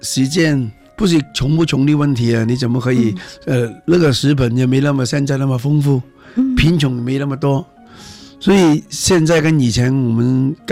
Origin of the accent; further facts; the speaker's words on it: Guangdong, China; 因为你就是我们广东人或者是香港菜，他不是说好不好吃，是有没有这种感情。